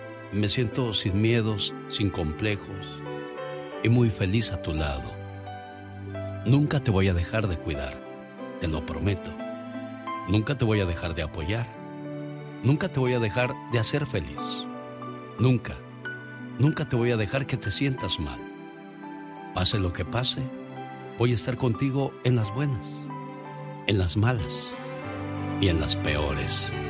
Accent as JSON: {"language": "Spanish", "country": "Mexico", "said": "nosotros como buenos mexicanos vamos a aguantar a base de nuestro trabajo y esfuerzo."}